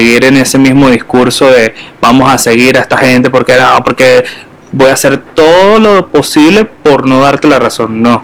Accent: Venezuela; como venezolanos nosotros tenemos

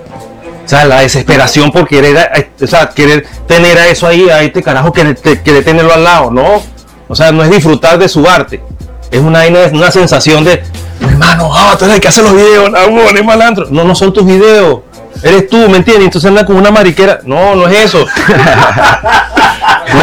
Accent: Venezuela; Somos venezolanos. Vamos a partir por ahí de que somos venezolanos. Bueno, vamos a echarle bola porque somos venezolanos.

